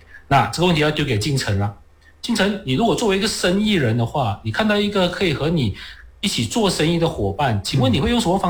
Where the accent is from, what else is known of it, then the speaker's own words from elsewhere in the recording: Malaysia; 这涉及到我们马来西亚华人在当下的族群局势跟族群政治的这样的一种考量。